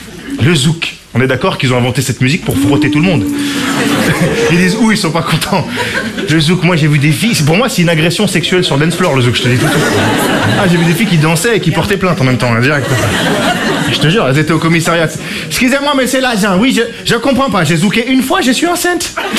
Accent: Clermont-Ferrand, Auvergne-Rhône-Alpes, France; Oui, puis je comprends pas d'où me vient cet accent, là. Je suis de Clermont-Ferrand, moi, là-bas.

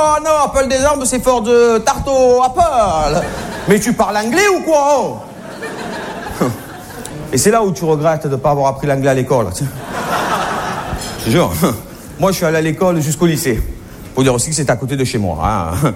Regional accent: France; on leur a dit « Oui, on va vous faire la cuisine, on est français, vous inquiétez pas, laissez-nous faire, tout ça.

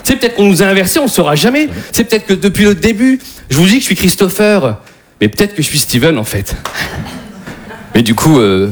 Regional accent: Hauts-de-France, France; Et je vous rappelle qu'on est du Nord.

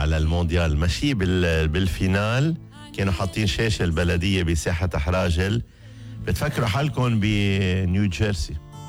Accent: Mayrouba, Mount Lebanon, Lebanon; الضيعة عنا بقضاء بشري بقرقاشة اسمه النهرة. نحن ميروبا

